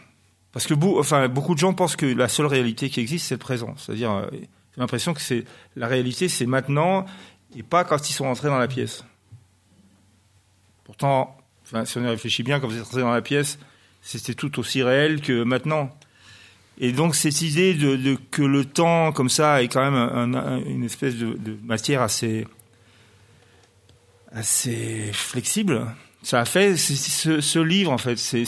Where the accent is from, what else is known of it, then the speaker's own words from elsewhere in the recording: Grenoble, Auvergne-Rhône-Alpes, France; je suis grenoblois, ça, je me suis dit, mais Grenoble a été détruit en 1219.